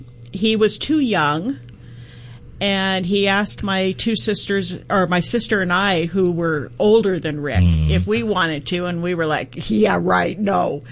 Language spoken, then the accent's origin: English; Garden Grove, California, United States; I've never lived in San Diego. I grew up in Garden Grove and moved to Victorville.